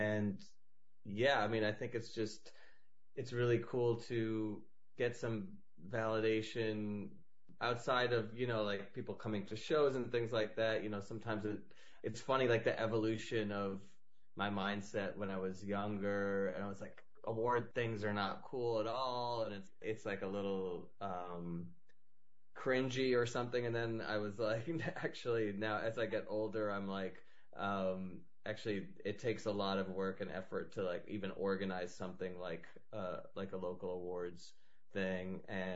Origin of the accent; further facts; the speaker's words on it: Rhode Island, United States; also born or lived in Pakistan / New York; I was born in Pakistan, then my family moved to New York briefly for a few years, and then I basically grew up from a young age in Rhode Island.